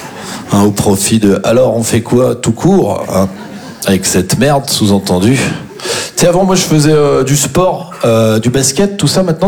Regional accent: Champagnole, Bourgogne-Franche-Comté, France; moi, je viens de Franche-Comté. Il y a des gens qui viennent de Franche-Comté? Personne? Eh bien, ça représente bien la région. Voilà, c'est un peu ça, la Franche-Comté. Non, je suis originaire d'une petite commune qui s'appelle Champagnol.

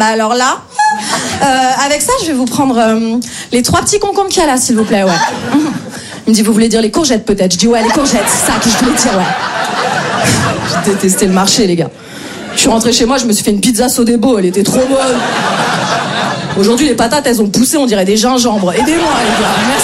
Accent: Paris, Île-de-France, France; moi je viens de Paris, j'essaye de jouer un peu dans plein de villes en France.

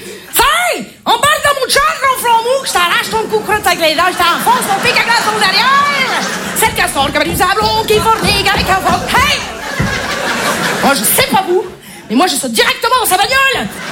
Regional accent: Marseille, Provence-Alpes-Côte d'Azur, France; accent: Marseille; Ah, je m'y connais un accent, je suis marseillaise.

